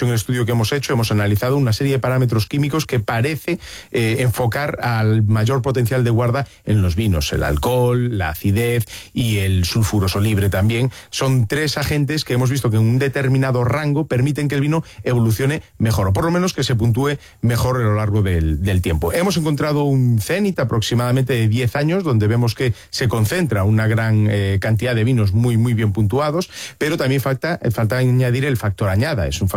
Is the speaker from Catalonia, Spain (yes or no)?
no; Galicia, Spain; Como buen gallego, depende.